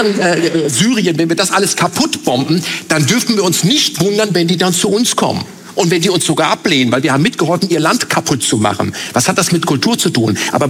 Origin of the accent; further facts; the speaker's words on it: Germany; wenn ich dorthin komme als Deutscher erkennbar